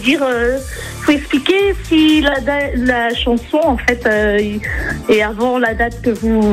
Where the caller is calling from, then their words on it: La Mézière, Brittany, France; De la Mézières